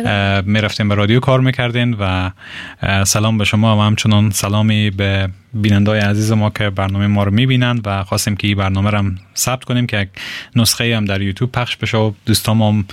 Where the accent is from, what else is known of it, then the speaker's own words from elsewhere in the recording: Herat, Afghanistan; و متولد هراتم.